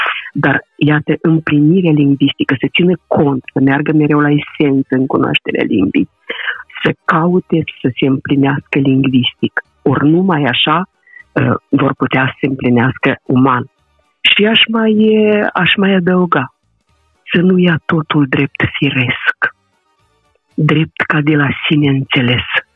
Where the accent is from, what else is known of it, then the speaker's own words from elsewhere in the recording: Moldova; first language Romanian; pe această palmă de pământ unde suntem băștinași.